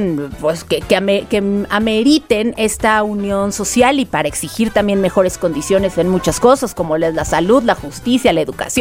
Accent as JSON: {"language": "Spanish", "country": "Mexico", "said": "tenemos esa fuerza como mexicanos"}